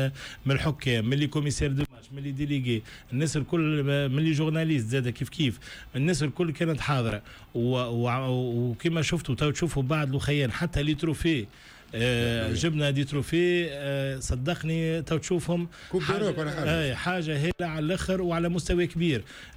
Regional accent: Tunisia

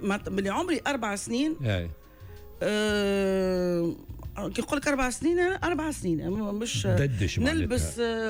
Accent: Tunis, Tunis Governorate, Tunisia; also born or lived in Gafsa; بالنسبه لنا اصحابي وحياتي ودنيتي وصغرتي والمراهقه ولي كونيسونس كلهم العاصمه

